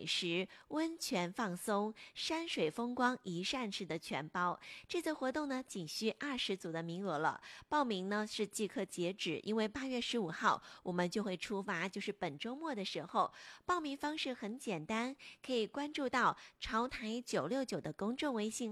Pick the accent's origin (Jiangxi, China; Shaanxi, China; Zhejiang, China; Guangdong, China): Jiangxi, China; 也是呢咱们江西人自己的购物的商城